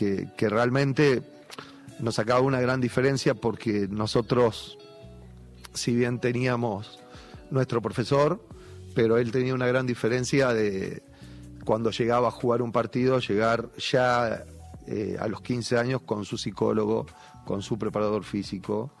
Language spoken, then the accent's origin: Spanish; Buenos Aires Province, Argentina; moved away as an adult; now in San Salvador de Jujuy, Argentina; hoy por hoy me siento jujeño, no bonaerense, digamos, porque me armé, me formé, me terminé de criar, de formar como persona